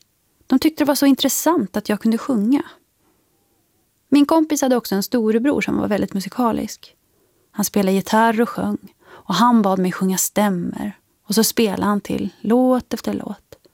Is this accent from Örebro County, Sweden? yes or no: no; Katrineholm, Södermanland, Sweden; born there; Jag är född i Katrineholm som är en liten fabriks- och industristad. På många sätt en typisk svensk mellanstor stad.